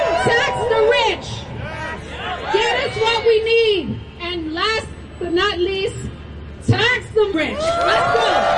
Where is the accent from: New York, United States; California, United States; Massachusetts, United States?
New York, United States; New York City; I'm from Brooklyn.